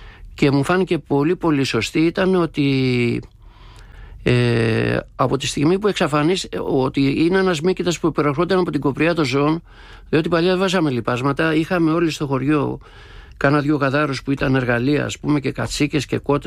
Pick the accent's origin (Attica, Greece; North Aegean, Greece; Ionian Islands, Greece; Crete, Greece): North Aegean, Greece; Mesa Didyma; Το χωριό μου λέγεται Μέσα Διδήμα και είναι κεντρικά της Χίου, τη θάλασσα τη βλέπουμε με το κιάλι. Είναι δηλαδή σε απόσταση 1500 μέτρων περίπου στην ευθεία. Κεντρική ή νότια Χίο, στην καρδιά του, στα μαστιχοχώρια είναι.